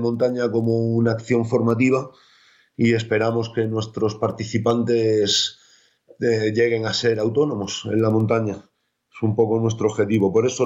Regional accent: Granada, Andalusia, Spain; accent: Granada (granadino); Soy un andaluz con sangre vasca, un granadino de pura cepa, que a veces también me sale el eje granadino, aunque ahora parezca que no. Pero soy un andaluz con sangre vasca y mis apellidos creo que me delatan un poquito.

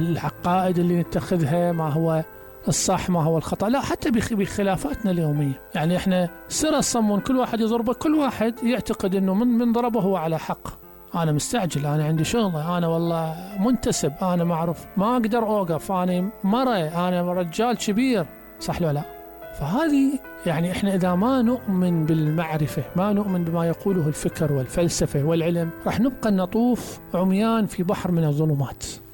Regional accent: Iraq

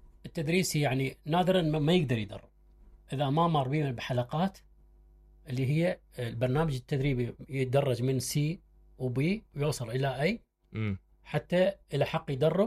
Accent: Iraq; عندنا بالعراق

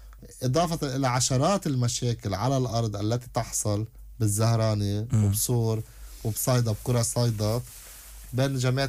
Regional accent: Lebanon; نحن كشعب لبناني

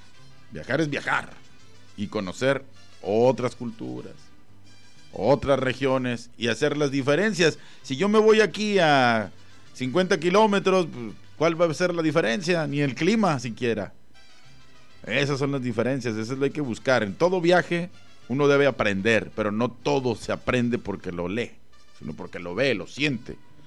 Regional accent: Guadalajara, Jalisco, Mexico; Trae la catedral, mi firma, donde yo firmo acá. Trae justamente de donde soy.

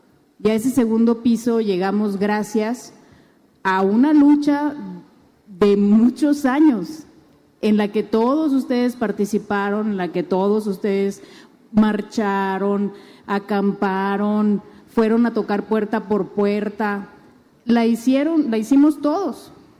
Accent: Morelos, Mexico; moved away; Nosotros venimos de… pues de… yo vengo de Morelos.

